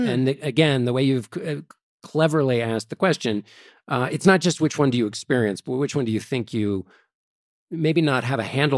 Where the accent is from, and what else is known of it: Washington, District of Columbia, United States